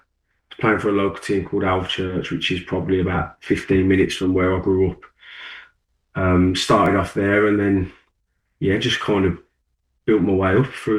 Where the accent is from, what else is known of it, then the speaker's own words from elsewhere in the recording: Birmingham, West Midlands, United Kingdom; I'm from, like, South Birmingham, near towards Bromsgrove.